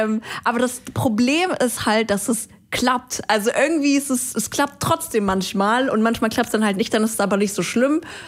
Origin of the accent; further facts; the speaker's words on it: Karlsruhe, Baden-Württemberg, Germany; Ich bin in Karlsruhe aufgewachsen